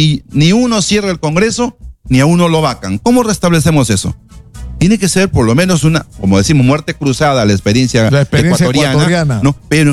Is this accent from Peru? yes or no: yes; Peru; nosotros pues tenemos una gran ventaja como peruanos, ¿no? Tenemos un papa peruano.